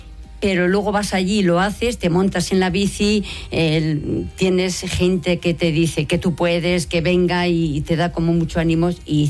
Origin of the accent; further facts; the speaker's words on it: Briviesca, Castile and León, Spain; Y yo soy de Burros, bueno, de Briviesca.